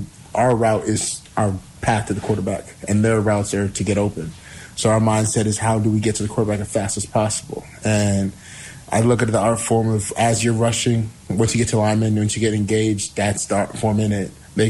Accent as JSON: {"language": "English", "region": "Minnesota", "country": "United States", "tie": "born or raised there", "also_born_or_lived": "Nigeria", "said": "being from Minnesota, my hometown"}